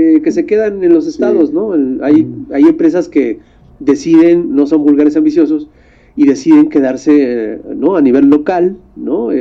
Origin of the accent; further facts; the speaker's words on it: Veracruz, Mexico; soy jarocho, obviamente